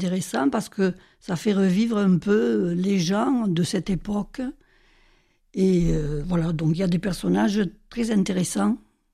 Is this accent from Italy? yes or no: yes; Viterbo, Lazio, Italy; born there; Et donc les archives de Viterbe, puisque c'est mon village natal.